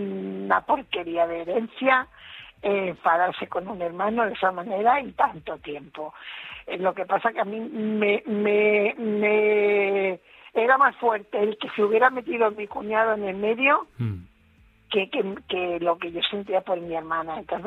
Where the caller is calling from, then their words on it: Valladolid, Castile and León, Spain; yo soy de Valladolid.